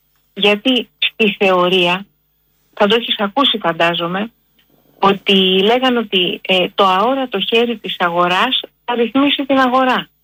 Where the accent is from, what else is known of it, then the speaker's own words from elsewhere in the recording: Greece; είμαστε τυχεροί που γεννηθήκαμε στην Ελλάδα και δεν γεννηθήκαμε στο Σουδάν.